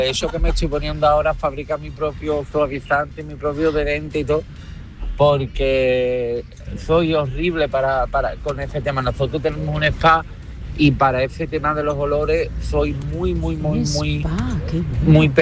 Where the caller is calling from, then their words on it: Sanlúcar de Barrameda, Andalusia, Spain; de Sanlúcar de Barrameda